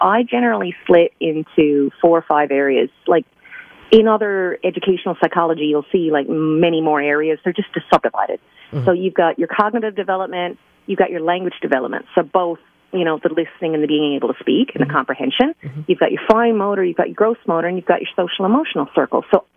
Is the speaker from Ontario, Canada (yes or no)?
no; Newfoundland and Labrador, Canada; when I was growing up in Newfoundland doing my undergrad